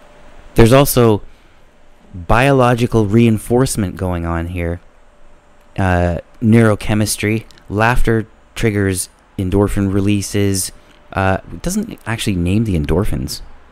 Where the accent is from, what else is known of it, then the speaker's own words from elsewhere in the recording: Canada; I'm Canadian, eh?